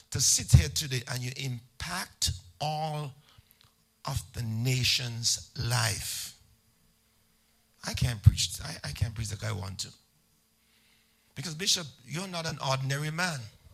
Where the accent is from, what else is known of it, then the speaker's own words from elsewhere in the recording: St. Vincent & Grenadines; born there; moved away; also born or lived in Tortola; I lived in Tortola for 40 years. I was born in St. Vincent, lived in Tortola, pastored in Tortola for 34, almost 35 years.